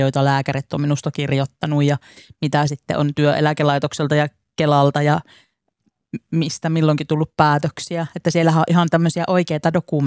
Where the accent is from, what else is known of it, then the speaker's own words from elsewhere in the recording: Kemi, Lapland, Finland; also born or lived in Oulu; now in Tervola, Finland; minähän nyt virallisesti olen kemiläinen kyllä, mutta siellä Tervolassahan minä käytännössä majailen sen äitini kanssa